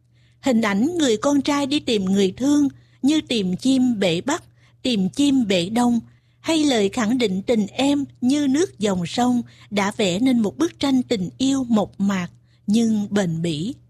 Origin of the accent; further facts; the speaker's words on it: Central Vietnam, Vietnam